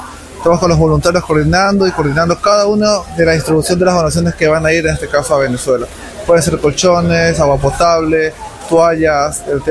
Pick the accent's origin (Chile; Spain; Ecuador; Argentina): Ecuador